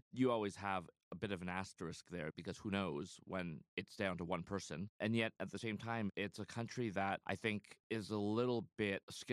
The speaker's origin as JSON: {"language": "English", "town": "Toronto", "region": "Ontario", "country": "Canada", "tie": "born or raised there", "moved": "yes", "said": "I'm Chinese-Canadian. I was born in Toronto, but, you know, I come from a Chinese family, Hong Kong family."}